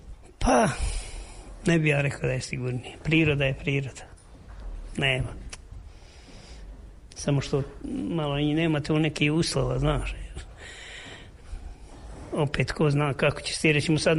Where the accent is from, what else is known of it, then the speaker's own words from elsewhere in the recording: Konjic, Federation of Bosnia and Herzegovina, Bosnia & Herzegovina; now in Višegrad, Bosnia and Herzegovina; ja sam inače izbjegao iz Konjica u Višegrad, tako da sam bio prinuđen da ti treba, moraš raditi